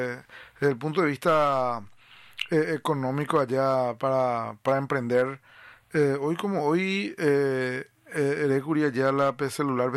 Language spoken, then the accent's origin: Spanish; Paraguay